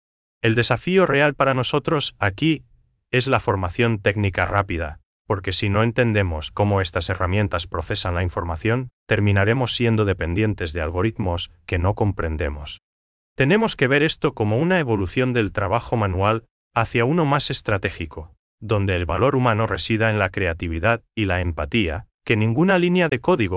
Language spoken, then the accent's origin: Spanish; Paraguay